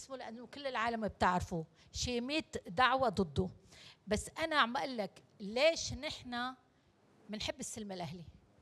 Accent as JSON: {"language": "Arabic", "town": "Tartus", "region": "Tartus Governorate", "country": "Syria", "said": "انا عم بحكي انا الوحيده من طرطوس بيجي"}